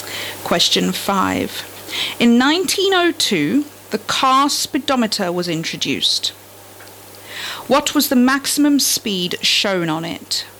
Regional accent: South Africa; I am also from South Africa.

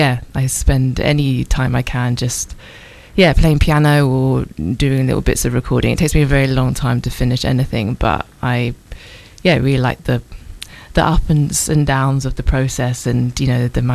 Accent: Southampton, South East England, United Kingdom; moved away as an adult; also born or lived in London; I grew up in Southampton.

